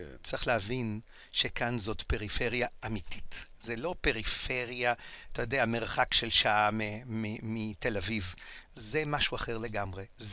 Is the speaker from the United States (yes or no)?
no; Porto, Norte, Portugal; now in Israel; בפורטו, בעיר מולדתי.